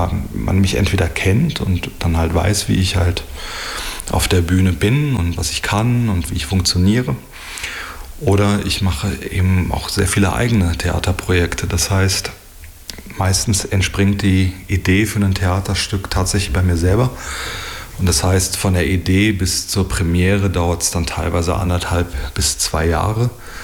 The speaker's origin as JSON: {"language": "German", "country": "Germany", "tie": "born or raised there", "moved": "yes", "lives_now": "Bern, Switzerland", "said": "weil ich bin in Deutschland aufgewachsen, wie man hört."}